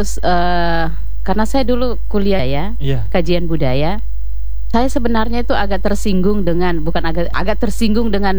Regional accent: Muna, Southeast Sulawesi, Indonesia; identitas kita sebagai orang Muna

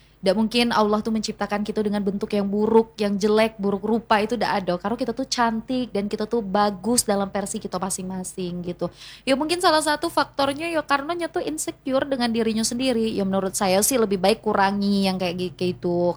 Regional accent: Bengkulu, Indonesia; kalau asli, memang asli orang Bengkulu Tengah

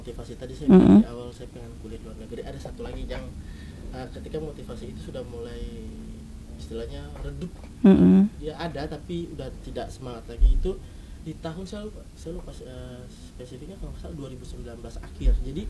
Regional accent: Ambon, Maluku, Indonesia; moved away as an adult; dari kelompok Musawana, asal saya dari Ambon, Maluku

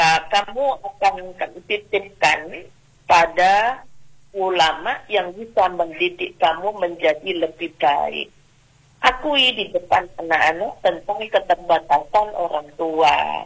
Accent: East Java, Indonesia; Walaupun saya dari Madura ya, ada unggah-ungguhnya.

